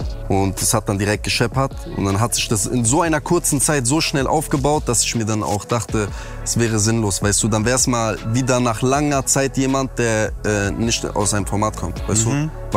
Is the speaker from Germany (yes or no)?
yes; North Rhine-Westphalia, Germany; aber ich komme ja aus NRW